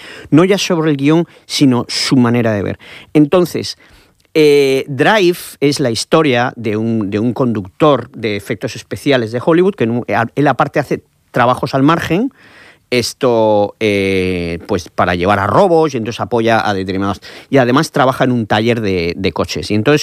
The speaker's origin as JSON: {"language": "Spanish", "region": "Region of Murcia", "country": "Spain", "said": "donde yo creo que como murcianos y sobre todo los de Cartagena, si alguno me ve por aquí, pues deberían estar muy, muy orgullosos."}